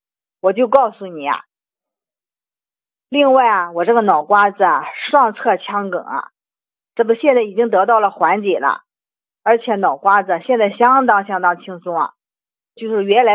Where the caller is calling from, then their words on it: Jinan, Shandong, China; 我是济南市啊淮阴区的。